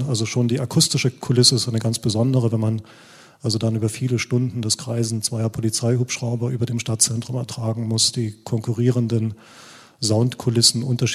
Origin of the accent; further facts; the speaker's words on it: Dresden, Saxony, Germany; die wir als Dresdner dann da und dort zu hören bekommen.